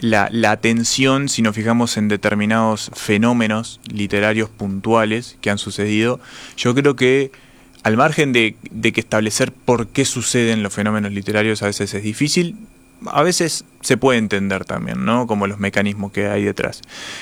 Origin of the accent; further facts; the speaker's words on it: Uruguay; yo como lector uruguayo